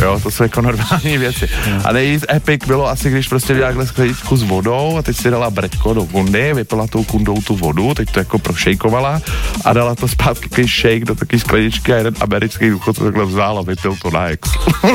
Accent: Prague, Czechia; hodně se věnuju Česku, Praze, protože jsem z Prahy

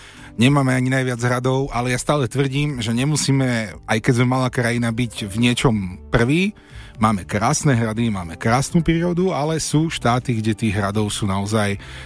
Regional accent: Trenčín, Trenčín Region, Slovakia; Ja som Trenčan, rodák z Trenčina a vyrastal som vlastne pod hradom

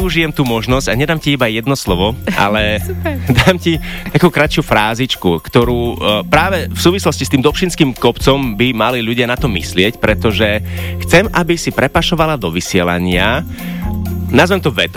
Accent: eastern Slovakia, Slovakia; ja sám som z východu.

